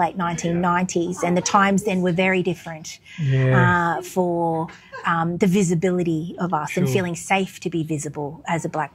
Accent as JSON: {"language": "English", "town": "Weipa", "region": "Queensland", "country": "Australia", "tie": "born or raised there", "also_born_or_lived": "Brisbane", "said": "And I grew up in Weipa before I moved to Brisbane when I was about 10. So okay. I still claim Cape York."}